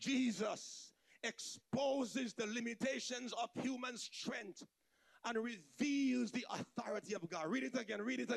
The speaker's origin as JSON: {"language": "English", "country": "St. Vincent & Grenadines", "tie": "born or raised there", "moved": "yes", "said": "I grew up in St. Vincent."}